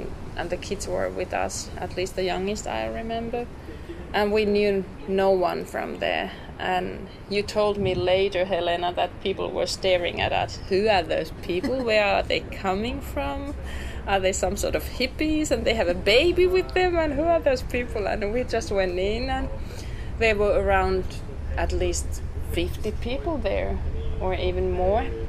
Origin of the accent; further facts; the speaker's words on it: Kalajoki, North Ostrobothnia, Finland; the local Greens asked me to be their candidate in Kalajoki, in my hometown.